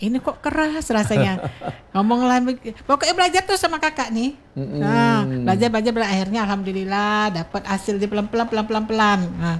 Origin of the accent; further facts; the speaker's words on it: Palembang, South Sumatra, Indonesia; moved away as an adult; also born or lived in Medan; now in Pekanbaru, Indonesia; Jadi saya kecil-kecilnya memang udah di Palembang, Pak. Sampai saya kuliah tuh tamat udah di Palembang